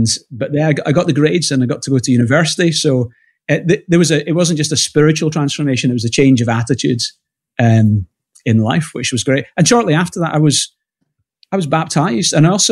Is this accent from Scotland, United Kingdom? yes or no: yes; Glasgow, Scotland, United Kingdom; Yeah, so I was born 1975 in Glasgow. I'm 50 now, and grew up taken to church as a kid.